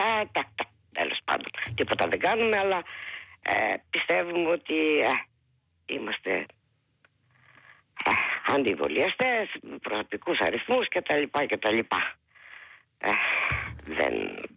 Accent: Greece; Ήθελα να σας πω ότι ως Ελληνίδα νιώθω ντροπή και απογοήτευση

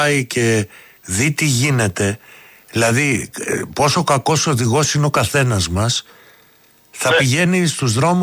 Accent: Crete, Greece; Και εγώ είμαι από την Κρήτη, να σκεφτείς.

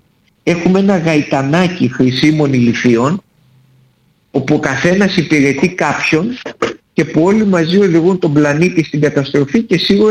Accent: Greece

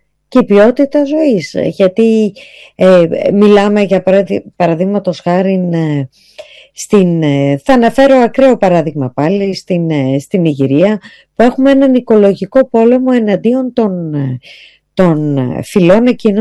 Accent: Central Greece, Greece; είμαι κατάγομαι από τη Φθιώτιδα και σκέφτομαι το οροπέδιο του Δομοκού

